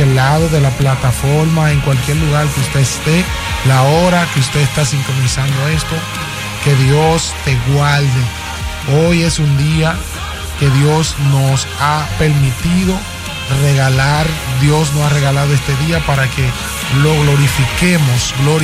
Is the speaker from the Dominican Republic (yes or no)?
yes; Dominican Republic